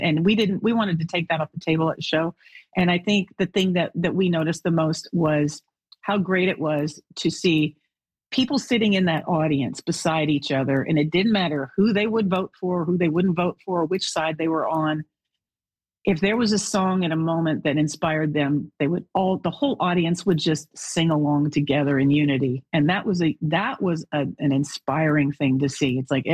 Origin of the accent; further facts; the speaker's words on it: Canada; now in Nashville, United States; Being Canadian, it is a huge part of my identity, always has been. I know when I came to Nashville and started making records, I had been living here for 8 years